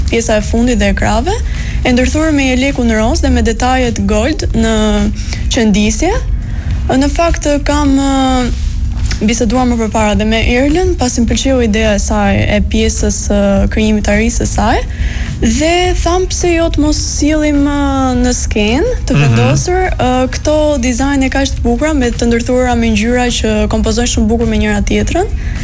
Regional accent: Korçë, Korçë County, Albania; now in Tirana, Albania; Unë origjinë jam nga jugu, jam nga Korça

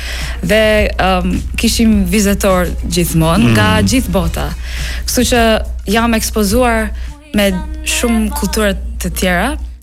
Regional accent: England, United Kingdom; first language English; Albanian is a second language; moved away as an adult; now in Albania; Po, atëherë un jam lindur dhe rritur në Angli, por mami është nga India, babi nga Iran.

